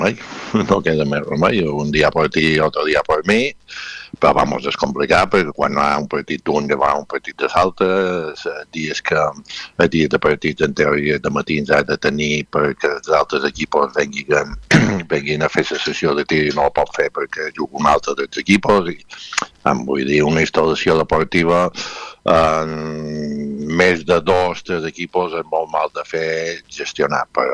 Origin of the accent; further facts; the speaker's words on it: Balearic Islands, Spain; Jo som mallorquí, el meu sponsor és mallorquí